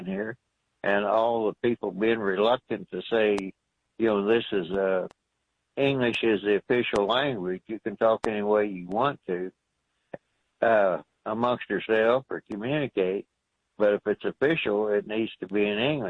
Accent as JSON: {"language": "English", "region": "Midwest", "country": "United States", "tie": "born or raised there", "said": "We grew up in the Midwest"}